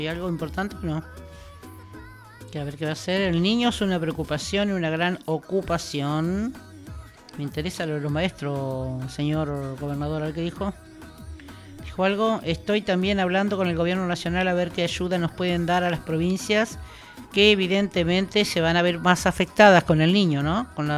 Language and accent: Spanish; Argentina; Nosotros como argentinos